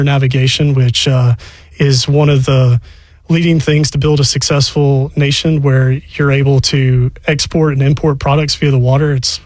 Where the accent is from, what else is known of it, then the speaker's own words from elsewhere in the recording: Columbus, Georgia, United States; So I'm from Columbus, Georgia. Wasn't a military brat.